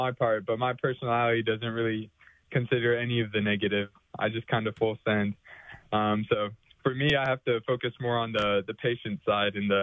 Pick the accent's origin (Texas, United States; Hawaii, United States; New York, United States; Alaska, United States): Texas, United States; Dallas; now in Ankeny, Iowa, United States; So I grew up in Dallas, Texas.